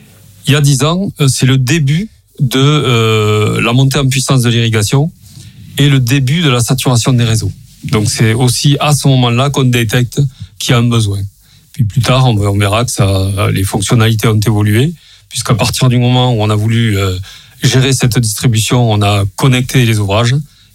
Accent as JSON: {"language": "French", "region": "Occitanie", "country": "France", "said": "L'eau chez nous en Languedoc, c'est quelque chose qui devient primordial sur la plupart des cultures pour pouvoir être compétitif."}